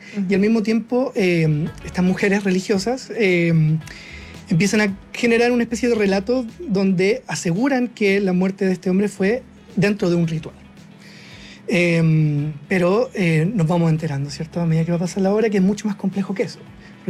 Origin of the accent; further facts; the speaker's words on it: San Bernardo, Santiago Metropolitan Region, Chile; yo crecí en San Bernardo, una ciudad muy folclórica que está llena de historias, ¿cierto? De pactos con el diablo y cosas así.